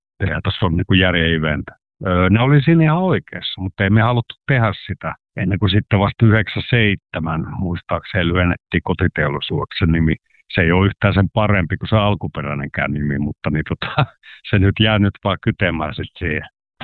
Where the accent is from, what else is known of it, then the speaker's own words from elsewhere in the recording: Lappeenranta, South Karelia, Finland; Me ollaan karjalaiset vähän hitaita asioiden omaksumisessa